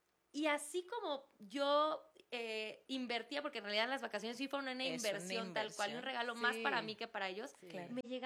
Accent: Huatulco, Oaxaca, Mexico; yo crecí en Huatulco, Oaxaca, en Bahías de Huatulco.

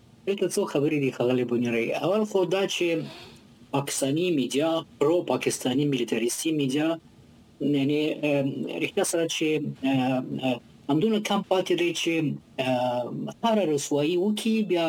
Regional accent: Afghanistan; زه د افغانستان په فکر کې یم زه د افغانستان یو بچه یم

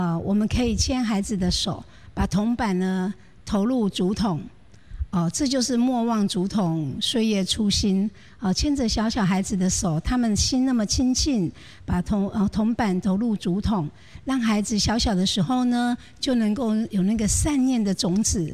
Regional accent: Taiwan; 所以上人很期待我们台湾永远都是一个充分的福田。

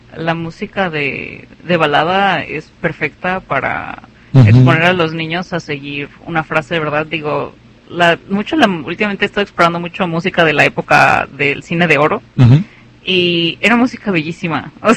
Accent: Guadalajara, Jalisco, Mexico; now in Fresno, United States; somos de Guadalajara

